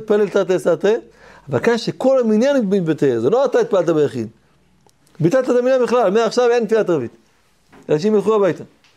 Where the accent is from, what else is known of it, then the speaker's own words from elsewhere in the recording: Tel Aviv, Tel Aviv District, Israel; אני גדלתי בתל אביב